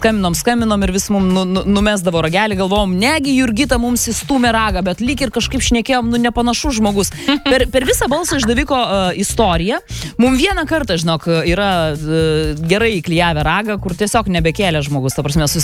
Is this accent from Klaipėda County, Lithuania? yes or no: yes; Klaipėda, Klaipėda County, Lithuania; aš žinokit irgi kaip klaipėdietė